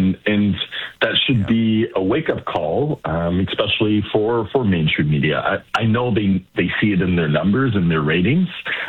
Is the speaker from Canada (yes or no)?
yes; Canada; I'm first in my family, born and raised in Canada. My parents, first generation to come here.